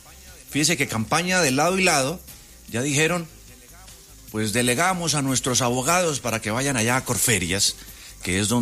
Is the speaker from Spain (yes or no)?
no; Colombia; La verdad, como muchos colombianos, Julio, un voto finish, un cabeza a cabeza.